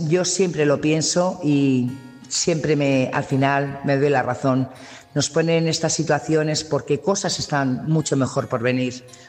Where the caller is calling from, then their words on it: Burgos, Castile and León, Spain; Buenas noches … corresponsal de Burgos